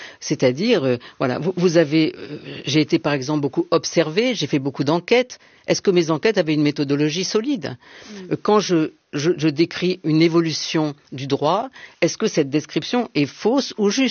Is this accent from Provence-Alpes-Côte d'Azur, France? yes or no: yes; Marseille, Provence-Alpes-Côte d'Azur, France; now in Paris, France; Je suis arrivée à Paris en 1972 parce que j'étais entrée à Normale Sup, je venais de Aix et de Marseille.